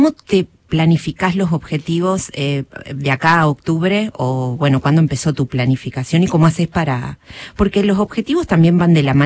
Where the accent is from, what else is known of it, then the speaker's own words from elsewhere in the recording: Santo Tomé, Santa Fe, Argentina; orgullosamente santotomesina, que yo soy de Santo Tomé